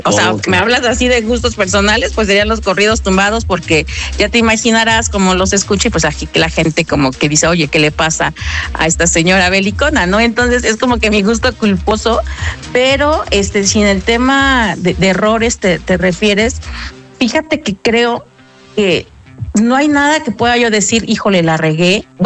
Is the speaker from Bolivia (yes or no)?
no; Mexico; sí soy muy mexicano, muy nacionalista, ¿no?